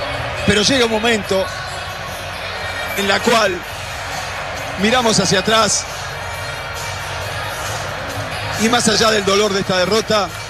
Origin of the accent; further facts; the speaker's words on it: Argentina; nosotros los argentinos